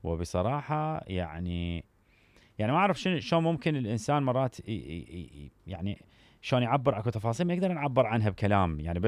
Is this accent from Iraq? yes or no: yes; Iraq; عندنا بالعراق احنا